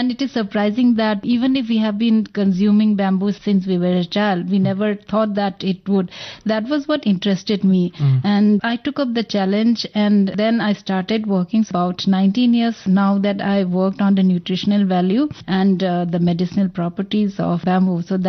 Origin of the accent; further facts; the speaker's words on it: Manipur, India; I'm from Manipur, but MSc students studying in botany, they never come to me for consultation.